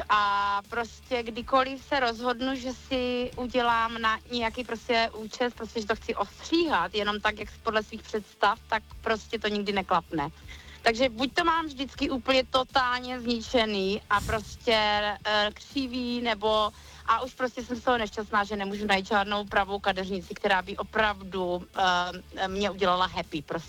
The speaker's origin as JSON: {"language": "Czech", "town": "Šumperk", "region": "Olomouc Region", "country": "Czechia", "also_born_or_lived": "United Kingdom", "said": "Já jsem ze Šumperka a ten přízvuk mám asi z toho důvodu, protože jsem dlouho žila v Británii a učím angličtinu"}